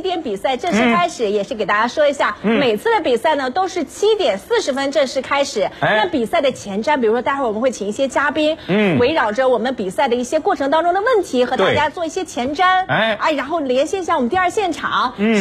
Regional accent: Xuzhou, Jiangsu, China; 你知道我们徐州人交朋友不光是嘴上说说的，

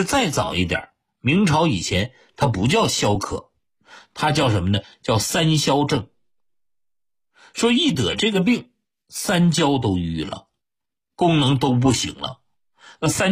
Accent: China; 不像是我们中国人特别善于归纳总结

